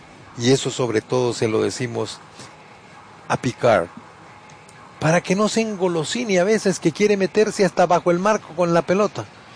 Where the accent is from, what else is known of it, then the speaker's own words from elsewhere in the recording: Honduras; moved away; ayer estábamos viendo los juegos de la Liga Nacional en mi país.